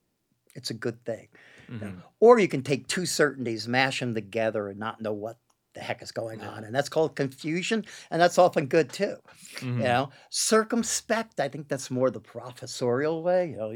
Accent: New Jersey, United States; I grew up in New Jersey.

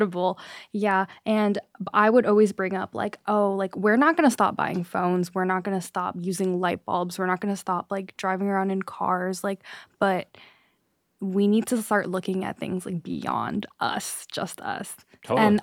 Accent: New York City, New York, United States; I'm from Queens.

